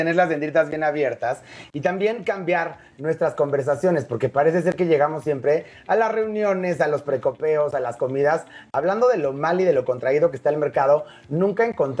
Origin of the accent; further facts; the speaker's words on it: Mexico; a nosotros como mexicanos se nos pone ese tema del patrimonio